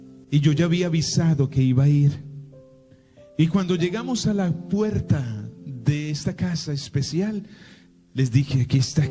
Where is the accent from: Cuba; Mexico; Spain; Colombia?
Colombia; moved away; yo sí soy el padre colombiano